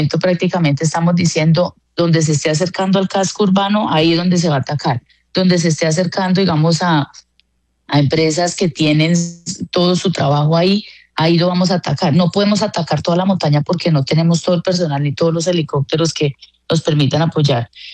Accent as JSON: {"language": "Spanish", "country": "Colombia", "said": "tenemos que buscar siempre como colombianos estar unidos."}